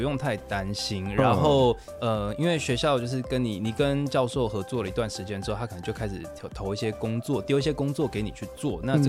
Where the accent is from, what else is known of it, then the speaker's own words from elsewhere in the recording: Taipei, Taiwan; born there; also born or lived in Changhua, Taiwan; 后来到了学龄之后，就到了台北，就跟我爸妈一起生活。